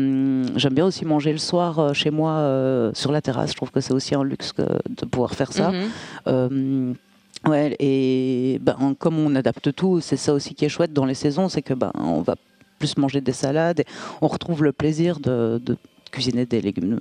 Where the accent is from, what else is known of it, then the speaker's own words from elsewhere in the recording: Brussels, Brussels-Capital Region, Belgium; now in Liège, Belgium; Moi, je viens de Bruxelles de base.